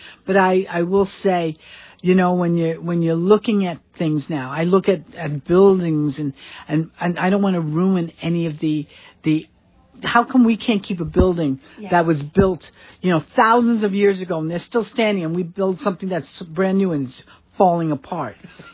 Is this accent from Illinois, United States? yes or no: no; New York, United States; I grew up in New York. That's so big. And, you know, it's a small city in one sense, but it's a lot of people.